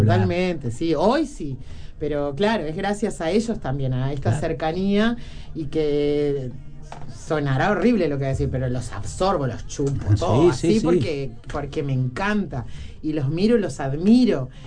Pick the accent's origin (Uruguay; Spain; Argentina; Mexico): Uruguay; Montevideo; born there; accent: Fray Bentos (canario); moved away; also born or lived in Fray Bentos, Uruguay; Soy del Jacinto Vera, entonces claro, hay mucho carnaval ahí, mucho tablado, mucho vecino carnavalero, y ahí fui como mamando de costadito otras cosas que en mi familia no, pero en el barrio sí. Y después, bueno, cuando me fui a Fray Bento